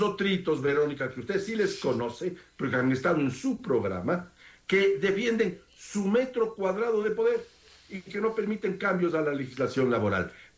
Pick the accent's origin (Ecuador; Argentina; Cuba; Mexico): Ecuador; Quito, Pichincha; yo soy quiteño y digo algunos quiteñismos